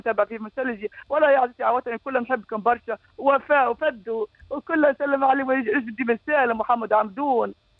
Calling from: Redeyef, Gafsa Governorate, Tunisia; واهلي في رديف واقاربي وحومتي

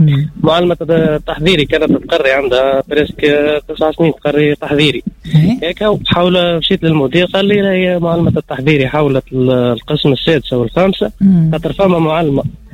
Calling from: Tunisia; من مدينة عقير.

